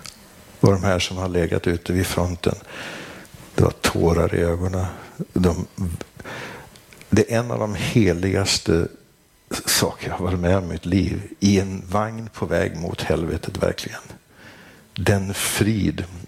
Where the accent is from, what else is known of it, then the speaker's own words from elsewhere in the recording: Sweden; jag är präst från Sverige.